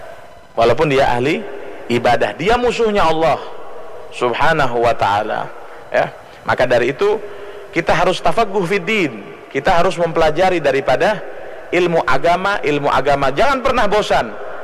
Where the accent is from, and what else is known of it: Indonesia